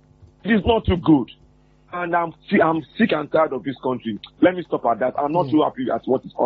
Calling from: Ibadan, Oyo, Nigeria; calling from Apata.

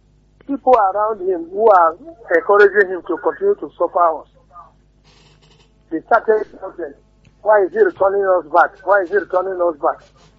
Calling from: Olugbo, Nigeria; I'm calling you from Olugbo.

